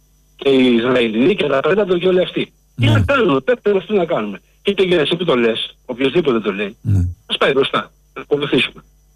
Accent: Greece; Εγώ πήρα να πω ότι δεν τρέπομαι ρε φίλε που είμαι Έλληνας. Πραγματικά δεν τρέπομαι που είμαι Έλληνας.

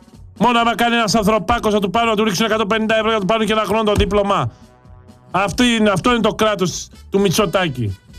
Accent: Greece; Αγαπάω την πατρίδα μου, τη θρησκεία και την οικογένεια.

